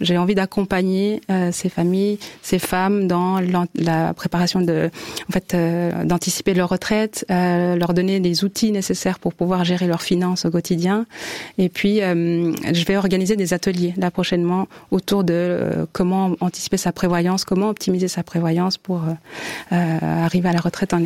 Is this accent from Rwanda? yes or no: yes; Rwanda; now in Switzerland; J'ai amené les enfants au mois de février et c'était magnifique de leur faire découvrir en fait ma terre natale.